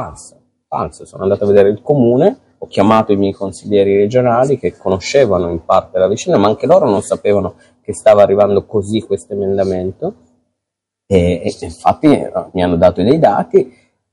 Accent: Turin, Piedmont, Italy; Io sono torinese

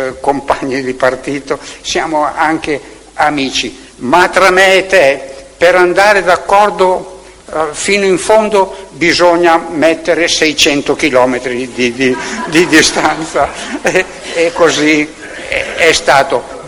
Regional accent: Milan, Lombardy, Italy; io rimango a Milano, perché forse sono un milanese un po' testardo, ecco, e quindi ho voluto rimanere qui nella mia città.

